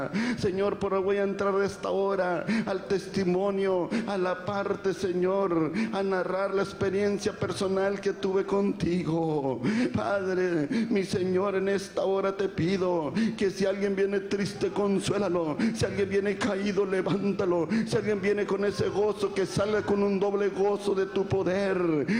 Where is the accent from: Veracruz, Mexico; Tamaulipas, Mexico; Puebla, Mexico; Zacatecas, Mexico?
Tamaulipas, Mexico; Matamoros; quiero decirle que yo soy nativo de la ciudad de Matamoros, Tamaulipas, México.